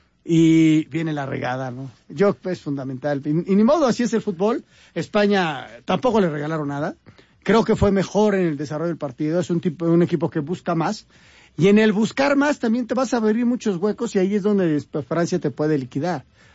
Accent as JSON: {"language": "Spanish", "country": "Mexico", "said": "Mi familia es de allá. Yo soy mexicano y me hubiera gustado más que hubiera ganado México."}